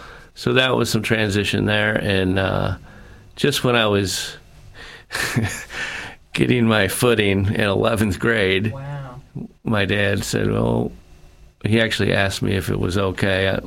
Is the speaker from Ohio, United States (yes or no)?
no; Marcellus, New York, United States; born or raised there; also born or lived in Rochester / Syracuse / Boulder, Colorado